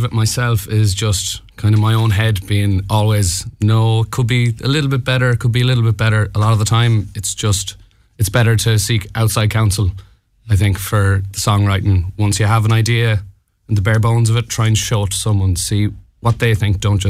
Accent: Ballinrobe, Connacht, Ireland; I'm from Ballinrobe, County Mayo.

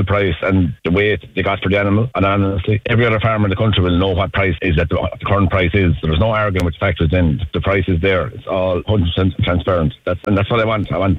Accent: Munster, Ireland; Hi, I'm I'm a farmer from Tipperary, and I work full time as well.

